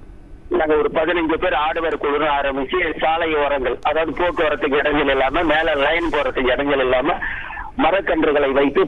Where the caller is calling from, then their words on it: Thanjavur district, Tamil Nadu, India; தஞ்சை மாவட்டம் துகிலிருந்து